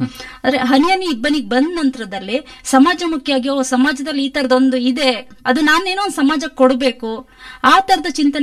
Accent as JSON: {"language": "Kannada", "town": "Ripponpet", "region": "Karnataka", "country": "India", "tie": "born or raised there", "said": "ಅಂದ್ರೆ ನಾನು ಹುಟ್ಟಿದ್ದೆಲ್ಲ ರಿಪ್ಪನ್ಪೇಟೆ, ಬೆಳೆದಿದ್ದು ಕೂಡ ರಿಪ್ಪನ್ಪೇಟೆ, ಅಂದ್ರೆ ಎಜುಕೇಶನ್ ಎಲ್ಲದೂ ಕೂಡ ಮಲೆನಾಡಲ್ಲೇನೆ."}